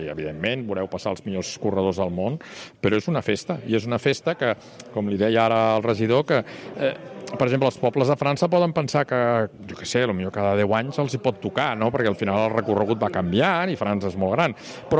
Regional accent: Barcelona, Catalonia, Spain; Jo que sóc barceloní, però que estic molt vinculat també aquí al Vallès i tinc amics aquí a Sant Feliu

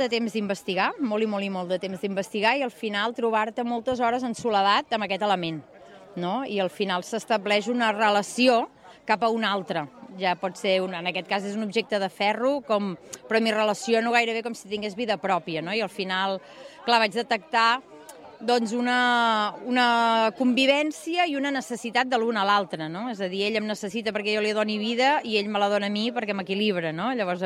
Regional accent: Girona, Catalonia, Spain; also born or lived in Terrassa; de Girona. Sí, sí, jo estic allà vivint i nascuda, bueno, nascuda a Terrassa, però viscuda a Girona molt de temps, i d'allà, però després hem passat per molts i molts llocs.

